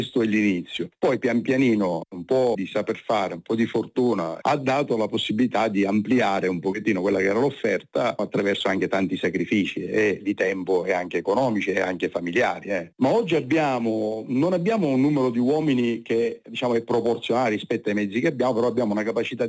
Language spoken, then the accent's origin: Italian; Sicily, Italy; essendo siciliani eravamo più specializzati verso le destinazioni siciliane